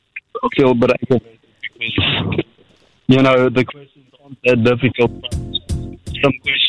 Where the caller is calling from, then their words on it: Nelspruit, Mpumalanga, South Africa; I'm from Nelspruit